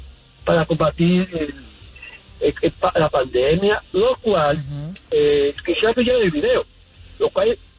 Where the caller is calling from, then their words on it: Queens, New York, United States; Queens, New York.